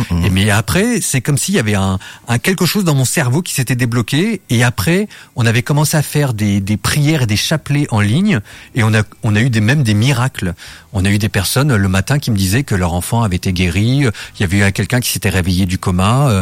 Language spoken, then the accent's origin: French; France; parce que nous, quand on vient de France, l'île Maurice, c'est le haut du panier.